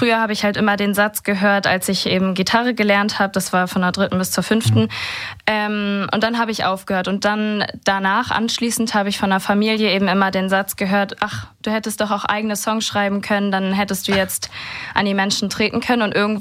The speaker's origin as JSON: {"language": "German", "town": "Flintbek", "region": "Schleswig-Holstein", "country": "Germany", "lives_now": "Kiel, Germany", "said": "Also gebürtig, also ursprünglich aus Flintbek. Mhm. Und mittlerweile lebe ich in Kiel."}